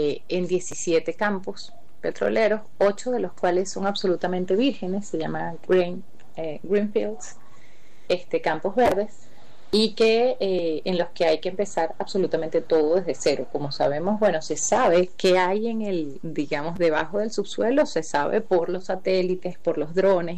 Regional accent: Venezuela; lo que estamos viviendo los y las venezolanas

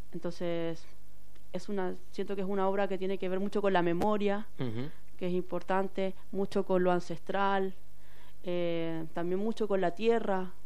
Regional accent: Chile; yo vengo de Chile. Chile es un país que tiene muchos terremotos, muchos temblores todo el tiempo

